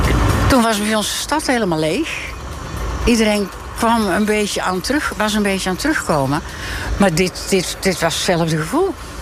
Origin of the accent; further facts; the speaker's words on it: Tiel, Gelderland, Netherlands; Uit Tiel.